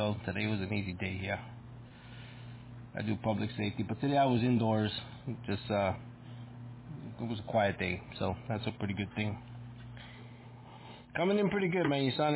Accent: Brooklyn, New York, United States; now in Catasauqua, United States; I was originally from Brooklyn, New York. Brooklyn, New York. I was originally from down that area. I moved up to Pennsylvania now. I'm up in a small town

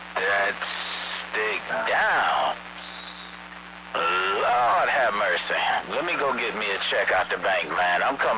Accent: Lake City, United States; I'm from Lake City.

